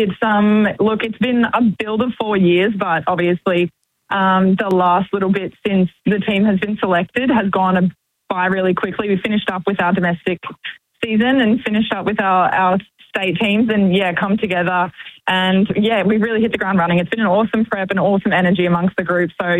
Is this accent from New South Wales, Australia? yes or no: no; Magnetic Island, Queensland, Australia; Magnetic Island in far north Queensland we grew